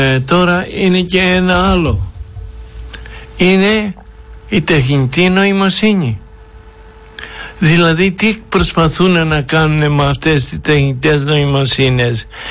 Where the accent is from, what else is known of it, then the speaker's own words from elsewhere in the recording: Greece; Εμείς είμαστε Έλληνες μέχρι το κόκαλο.